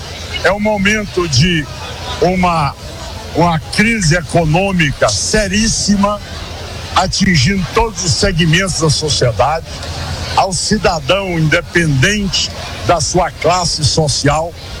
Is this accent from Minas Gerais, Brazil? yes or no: no; Goiás, Brazil; Nós hoje batemos no peito em qualquer lugar do Brasil e falamos, nós somos goianos.